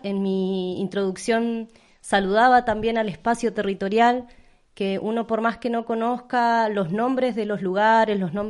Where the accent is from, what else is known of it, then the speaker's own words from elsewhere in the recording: Argentina; Les decía que … soy del pueblo mapuche, vengo de Puel Mapu, de Argentina.